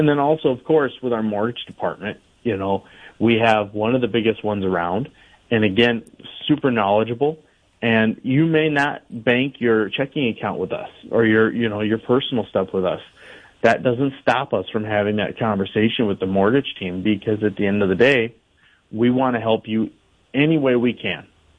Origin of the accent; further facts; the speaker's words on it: Estelline, South Dakota, United States; or you're my hometown, small town, Esteline.